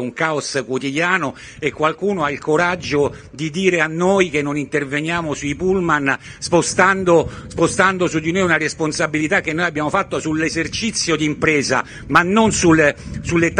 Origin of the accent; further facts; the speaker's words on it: Rome, Lazio, Italy; quel centro storico che da romano noi abbiamo sempre amato.